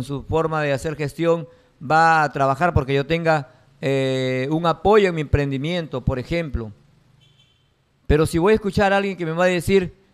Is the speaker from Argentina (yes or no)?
no; Peru; Necesitamos, como peruanos, la gran mayoría, creo yo, estabilidad, paz, tranquilidad